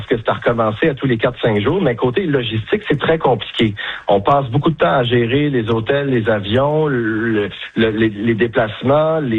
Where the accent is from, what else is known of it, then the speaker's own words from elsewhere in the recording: Quebec, Canada; chez nous, au Québec